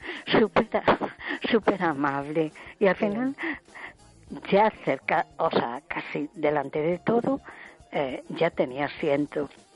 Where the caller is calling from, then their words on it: A Coruña, Galicia, Spain; Hola, soy … de Coruña.